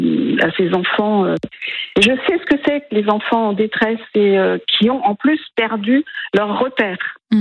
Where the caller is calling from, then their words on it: Gujan-Mestras, Nouvelle-Aquitaine, France; moi j'habite Gujan-Mestras